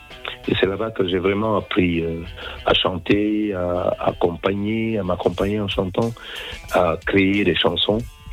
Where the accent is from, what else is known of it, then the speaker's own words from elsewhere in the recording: Cameroon; moved away; Je pense que ça vient de mon enfance au Cameroun.